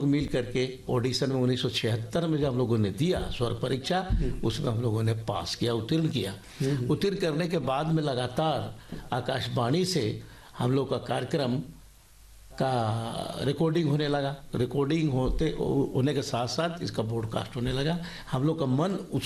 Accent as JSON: {"language": "Hindi", "region": "Jharkhand", "country": "India"}